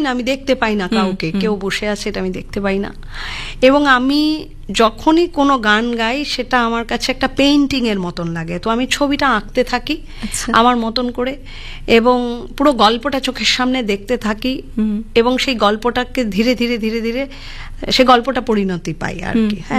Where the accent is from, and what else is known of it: Chittagong, Chittagong Division, Bangladesh; moved away